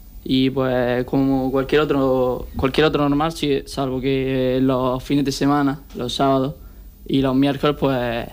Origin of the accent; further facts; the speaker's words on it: Almería, Andalusia, Spain; tengo 15 años y estudio primero bachillerato, soy de Almería